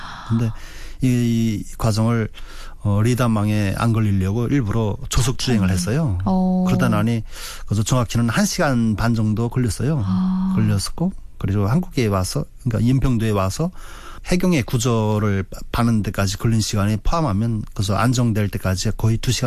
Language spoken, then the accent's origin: Korean; Haeju, South Hwanghae, North Korea; moved away as an adult; now in South Korea; 2023년 5월 7일에 대한민국에 입국을 했습니다. 고향이 황해남도 해주시고요.